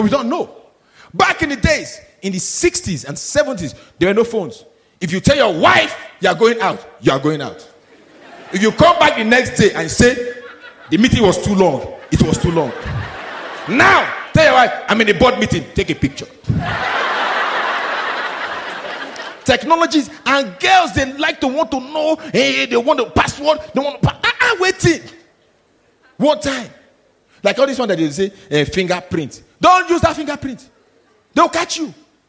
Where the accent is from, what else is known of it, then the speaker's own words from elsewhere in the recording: Nigeria; moved away; I'm Nigerian.